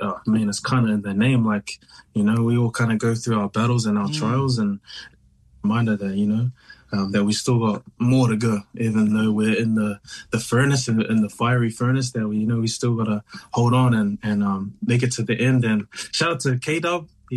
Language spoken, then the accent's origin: English; Taranaki, New Zealand; now in Melbourne, Australia; I was born and raised in Aotearoa, though, but been here for a little bit.